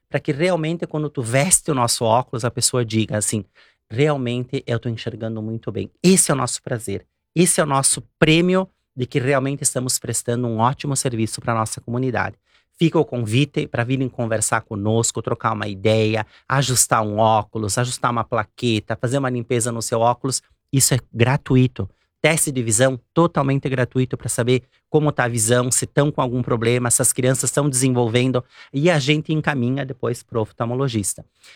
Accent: Veranópolis, Rio Grande do Sul, Brazil; ela é do Bassano, eu sou de Veranópolis, mas a loja aqui já existe há 25 anos, uma Ótica Bem Ver em frente aos Correios.

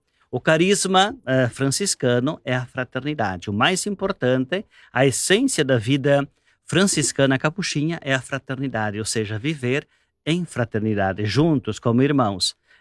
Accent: São Jorge, Rio Grande do Sul, Brazil; quando eu era criança, em São Jorge, lugar pequeno, uma vez por ano o padre passava a dar as bênçãos nas casas.

